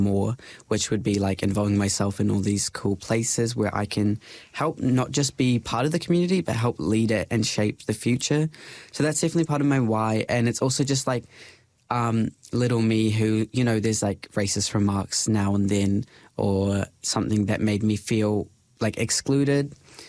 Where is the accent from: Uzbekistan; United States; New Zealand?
New Zealand; I'm a New Zealander. Like, I was born here. I'm a citizen, whatever.